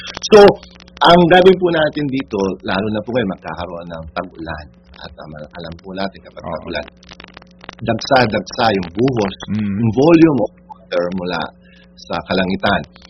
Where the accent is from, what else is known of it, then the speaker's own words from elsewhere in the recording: Central Luzon, Philippines; ako po, taga Pampanga po ako